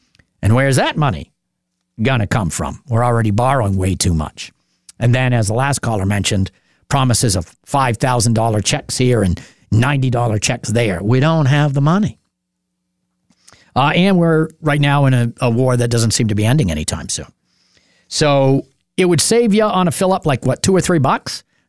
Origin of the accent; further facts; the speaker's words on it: New Hampshire, United States; You and I are from around here. We don't live in Windham.